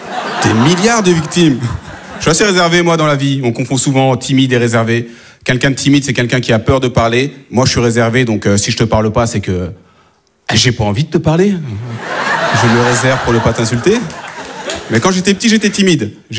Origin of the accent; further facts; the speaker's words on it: France; born there; madame, si je parle bien français, c'est peut-être parce que je suis né en France, vieille conne.